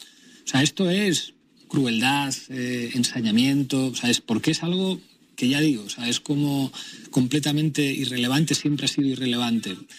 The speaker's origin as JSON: {"language": "Spanish", "country": "Spain"}